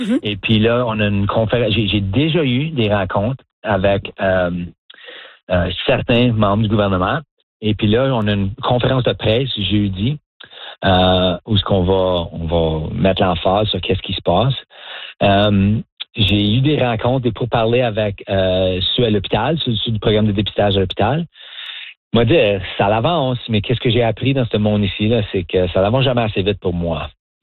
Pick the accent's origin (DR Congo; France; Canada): Canada; Marchand, Manitoba; now in Saint-Boniface, Canada; Moi, je suis Manitobain, franco-manitobain. Alors, originaire de Marchand, dans le coin sud-est, puis là, j'habite à Saint-Boniface.